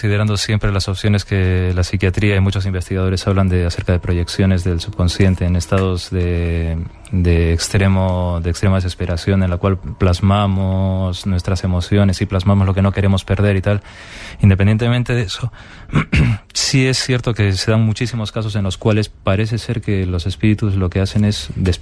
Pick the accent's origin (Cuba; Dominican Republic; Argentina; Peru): Peru; now in Madrid, Spain; yo soy de Perú y mi abuela falleció en Arequipa, en el sur de Perú, y yo estaba aquí en Madrid.